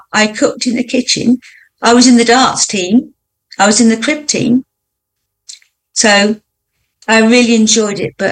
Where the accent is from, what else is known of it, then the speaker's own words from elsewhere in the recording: Oxford, South East England, United Kingdom; I think it's more friendly. I was born in Oxford, brought up in Oxford.